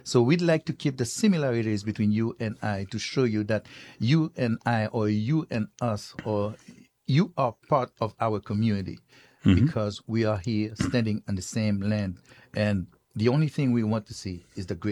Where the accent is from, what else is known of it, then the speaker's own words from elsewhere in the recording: Haiti; moved away; Where I am now, even though I was born and raised in Haiti, this is my place.